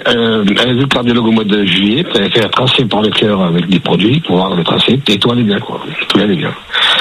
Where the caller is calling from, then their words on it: Saint-Dizier, Grand Est, France; moi, j'habite dans l'Est, hein, moi, j'habite à